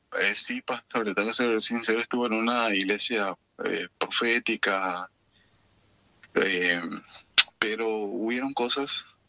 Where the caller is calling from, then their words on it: Asunción, Paraguay; En Asunción. Asunción es la capital de la República del Paraguay.